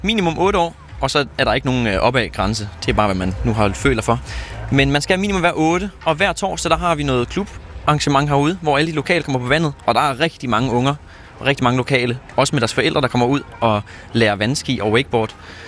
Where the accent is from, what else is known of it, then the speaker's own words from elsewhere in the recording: Sweden; moved away as an adult; now in Hvide Sande, Denmark; De kaldte mig … fordi jeg voksede op i Sverige